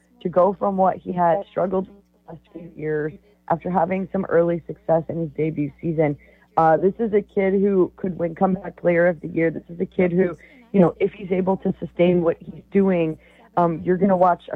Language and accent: English; St. Louis, Missouri, United States; I grew up in St. Louis, so I've watched the National League for a long, long time